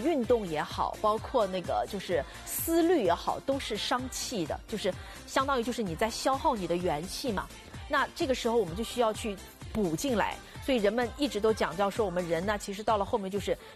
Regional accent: Jiangxi, China; now in Shanghai, China; 我最早到上海来，因为我是江西人嘛，到上海来的时候，我们老家是没有喝西洋参的习惯的。

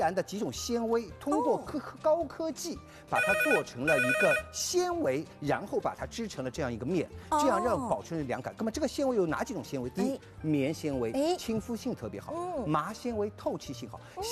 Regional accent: China; 而且我们中国人特别喜欢那种圆圆润润的东西啊

